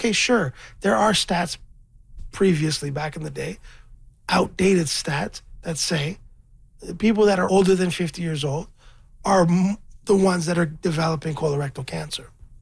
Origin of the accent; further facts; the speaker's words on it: Scarborough, Ontario, Canada; I'm from Scarborough. I'm a rapper.